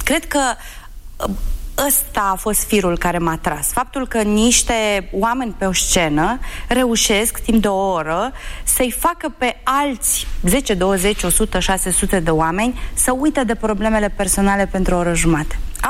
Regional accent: Drobeta-Turnu Severin, Mehedinți County, Romania; moved away as an adult; now in Bucharest, Romania; când am venit în București, eu în orașul meu natal nu am mers niciodată cu autobuzul. Și am venit cu trenul de la Severin până la București

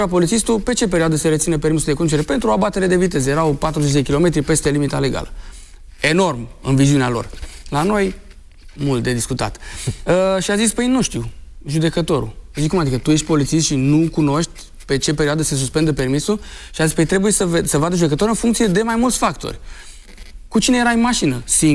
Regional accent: Bucharest, Romania; moved away as an adult; now in Pitești, Romania; Eu sunt bucureștean de fel, dar m-am transferat la Pitești

